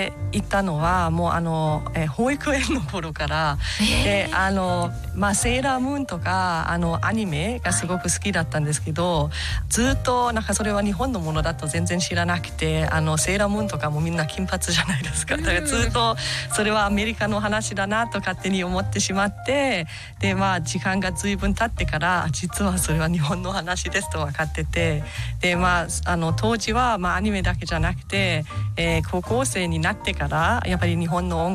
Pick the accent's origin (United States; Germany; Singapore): Germany; Japanese is a second language; moved away as an adult; now in Sendai, Japan; ドイツ出身で、実はドイツで生まれ育ったのはすごい小さな半島で3000人しか住んでないところです。